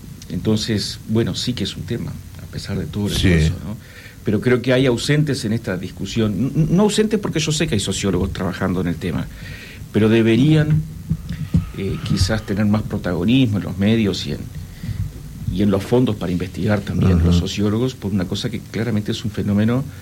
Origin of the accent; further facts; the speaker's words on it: Uruguay; nos percibimos como, el uruguayo se percibe como pacífico y tranquilo